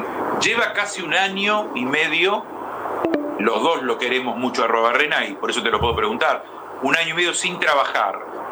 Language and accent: Spanish; Billinghurst, Buenos Aires Province, Argentina; born there; En Billingburg, donde yo nací, lo decimos de otra manera.